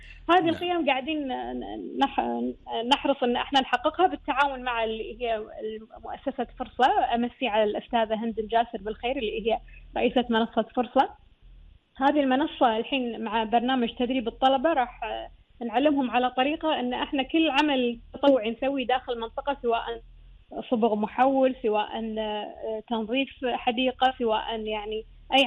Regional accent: Kuwait; born there; احنا من انولدنا احنا نشوف ان احنا ديرتنا غير عن باجي الديار ولله الحمد.

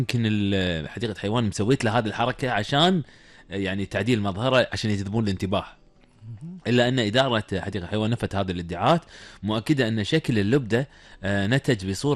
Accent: Kuwait; عندنا بالكويت

